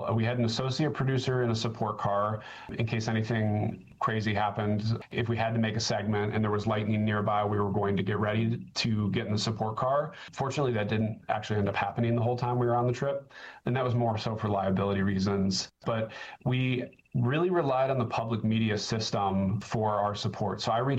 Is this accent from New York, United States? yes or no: yes; New York, United States; and that's in Wayne County. It's actually funny. It's the county I grew up in New York State.